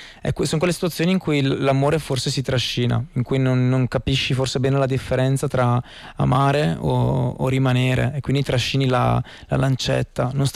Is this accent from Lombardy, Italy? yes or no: yes; Brescia, Lombardy, Italy; siamo tutti di Brescia